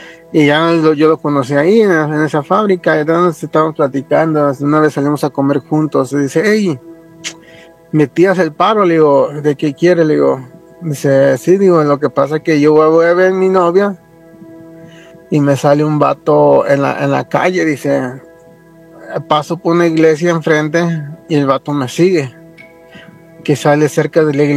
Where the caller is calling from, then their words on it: Las Vegas, Nevada, United States; Hola, Yene Nacho, yo soy … de La Vegas, ¿cómo están? Hola, saludos de aquí de Las Vegas.